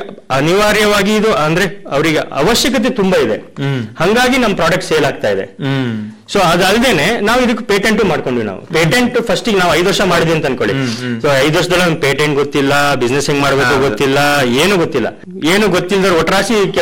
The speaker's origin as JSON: {"language": "Kannada", "town": "Koppa", "region": "Karnataka", "country": "India", "tie": "born or raised there", "said": "ಈಗ ನನ್ನ ಊರು ಕೊಪ್ಪ, ನಾನು ಅಲ್ಲೇ ನಾನು ಕೆಲಸ ಮಾಡ್ಬೇಕು."}